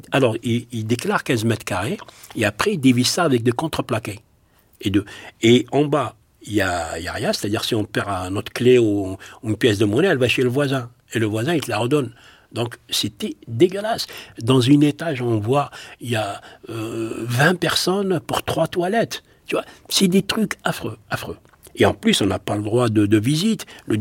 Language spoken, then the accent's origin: French; Algeria; moved away; C'est-à-dire, on a quitté l'Algérie, on a pensé c'est fini, on ne les trouve plus, on les a trouvés dans le foyer.